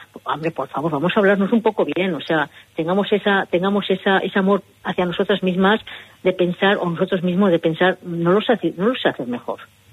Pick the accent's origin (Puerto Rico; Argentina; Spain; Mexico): Spain; San Sebastián, Basque Country; Yo le llamo Biblioteca Juan San Martín, yo no conozco, soy de Donosti.